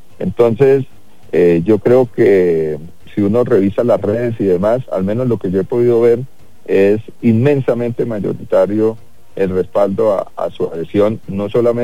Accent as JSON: {"language": "Spanish", "town": "Cúcuta", "region": "Norte de Santander", "country": "Colombia", "moved": "yes", "lives_now": "Bogotá, Colombia", "said": "yo soy cucuteño."}